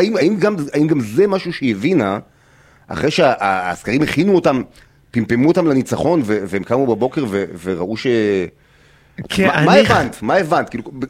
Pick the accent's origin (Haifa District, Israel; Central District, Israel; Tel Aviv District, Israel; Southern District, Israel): Tel Aviv District, Israel; Tel Aviv; אני תל אביבי דור חמישי